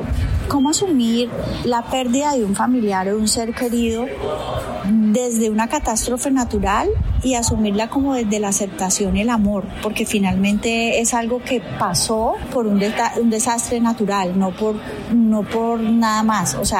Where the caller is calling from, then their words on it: Cali, Valle del Cauca, Colombia